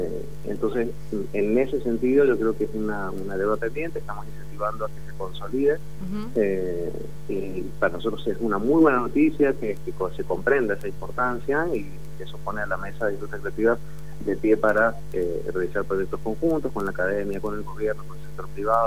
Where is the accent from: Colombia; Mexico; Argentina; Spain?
Argentina; Mendoza; nos repensamos como mendocinas y mendocinos